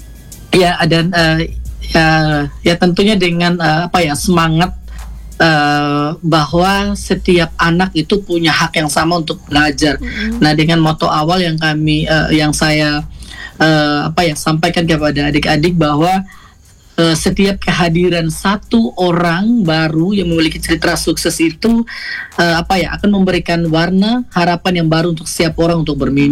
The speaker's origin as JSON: {"language": "Indonesian", "region": "East Nusa Tenggara", "country": "Indonesia", "said": "Saya dari Pulau Sumba, tepatnya di Sumba Barat Daya yang senjanya sangat indah."}